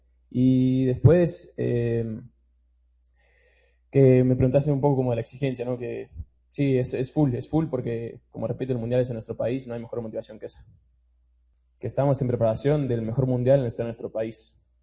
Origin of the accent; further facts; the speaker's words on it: Mexico; hermano, somos mexicanos y nos sobreponemos de todo